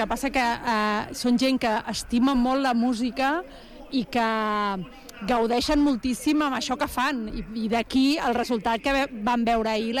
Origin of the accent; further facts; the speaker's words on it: Badalona, Catalonia, Spain; Però sóc bona badalonina.